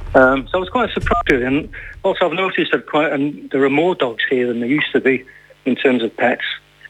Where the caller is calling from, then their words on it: Stockport, North West England, United Kingdom; I'm in France. From Stockport near Manchester.